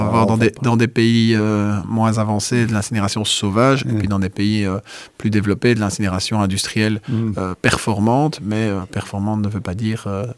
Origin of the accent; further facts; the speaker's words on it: Liège, Wallonia, Belgium; born there; Moi, je suis né à Liège, donc voilà, on est sur l'axe Liège-Mons.